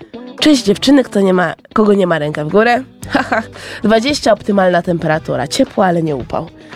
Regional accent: Cameroon; moved away; Ja jestem z Kamerunu.

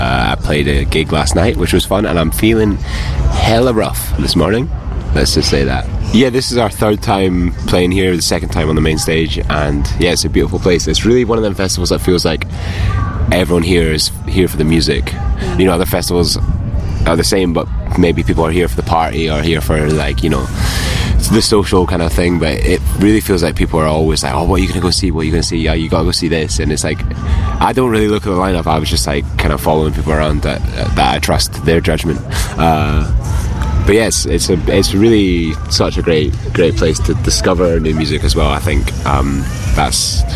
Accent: Scotland, United Kingdom; because obviously we're both Scottish and there's like

